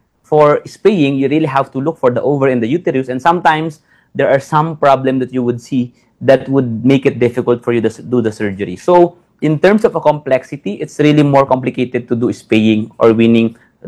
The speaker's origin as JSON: {"language": "English", "town": "Gapan City", "region": "Central Luzon", "country": "Philippines", "tie": "born or raised there", "lives_now": "Quezon City, Philippines", "said": "We have 1 clinic in my hometown, that's in Gapan City, Nueva Ecija. The other clinic is here in Quezon City."}